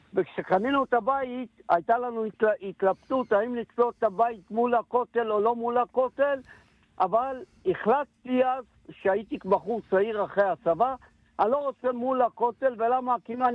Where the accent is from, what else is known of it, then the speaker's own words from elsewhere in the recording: Jerusalem, Jerusalem District, Israel; born there; פרסה מלחמת ששת הימים, וישבנו במקלט בזכרון משה.